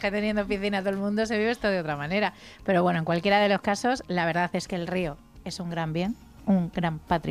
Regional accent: Moraleja, Extremadura, Spain; now in Mérida, Spain; yo que soy de Moraleja

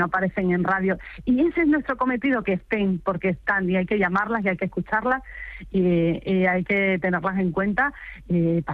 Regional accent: Extremadura, Spain; es la primera que no estoy ahí, que no estoy dando la cara en mi tierra

